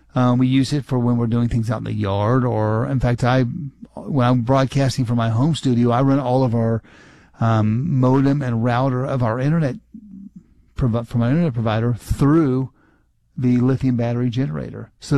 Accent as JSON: {"language": "English", "town": "Hawesville", "region": "Kentucky", "country": "United States", "tie": "born or raised there", "said": "Even my hometown, Hawesville, which is a small town, but a lot of industry right there on the river."}